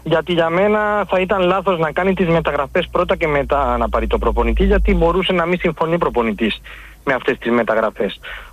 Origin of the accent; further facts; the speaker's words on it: Mallorca, Balearic Islands, Spain; Εγώ μπορώ να σας πω για το Μαφέο που ήρθε στον Ολυμπιακό, που τον είχαμε εδώ στο νησί μου, στη Μαγιόρκα.